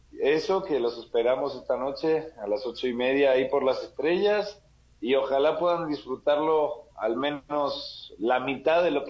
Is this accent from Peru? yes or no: no; Madrid, Community of Madrid, Spain; now in Mexico; Yo soy español